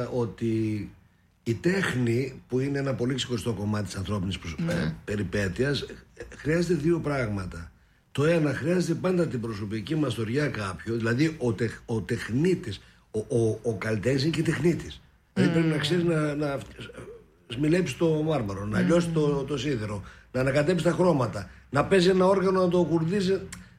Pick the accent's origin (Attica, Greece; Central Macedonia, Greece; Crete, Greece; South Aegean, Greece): Central Macedonia, Greece; Serres; also born or lived in Karditsa; Είμαι Βορειοελλαδίτης και Εντροελλαδίτης και Βορειοελλαδίτης, γιατί ο πατέρας μου κατάγεται από την Καρδίτσα και μας έχουμε και ένα πολύ ωραίο πατρικό σπίτι από το 1890 φτιαγμένο που το έχω συντηρήσει στον Ελληνόπυργο, ένα χωριό. Πάνω από το Μουζάκι στην ορεινή Θεσσαλία